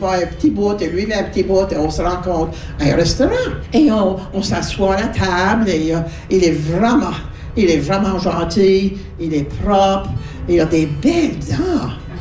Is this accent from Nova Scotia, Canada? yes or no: yes; Nova Scotia, Canada; Ben moi, je viens de la Baie-Sainte-Marie.